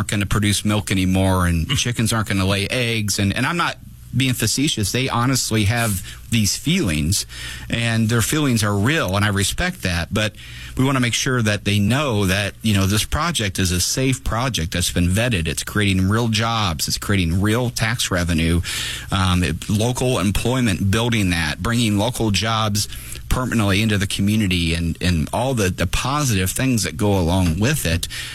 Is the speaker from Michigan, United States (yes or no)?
no; Divernon, Illinois, United States; I grew up in Divernon. My parents both grew up in Springfield on the east and down in the Cabbage Patch.